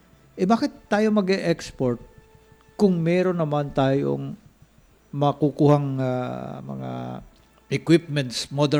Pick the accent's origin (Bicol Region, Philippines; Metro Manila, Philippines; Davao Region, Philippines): Davao Region, Philippines; mabuti na lang doon sa amin sa lugar namin sa Davao